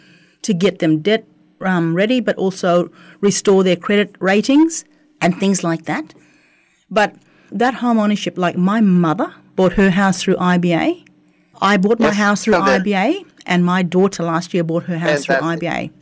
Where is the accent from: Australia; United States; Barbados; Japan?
Australia; Western Australia; me and Mitch are in the Kimberley, and we're from the Kimberley